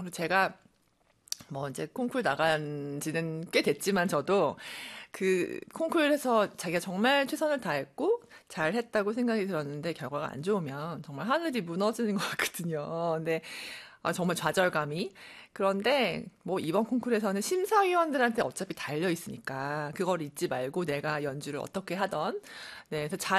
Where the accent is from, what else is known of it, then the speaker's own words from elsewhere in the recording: South Korea; 저는 어쨌든 한국 사람이니까